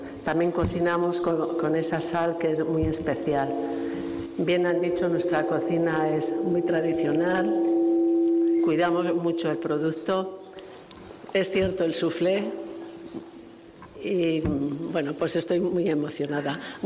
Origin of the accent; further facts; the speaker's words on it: Leintz-Gatzaga, Basque Country, Spain; Nosotros venimos de Leni Gatzaga, Salinas de Leni, de lo cual está ahora el Museo de la Sal.